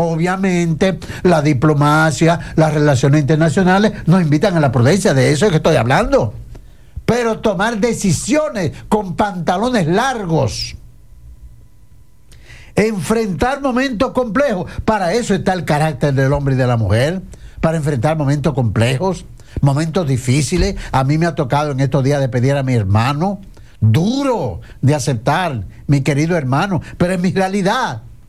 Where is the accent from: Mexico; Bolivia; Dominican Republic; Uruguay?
Dominican Republic; como sociedad dominicana debemos reaccionar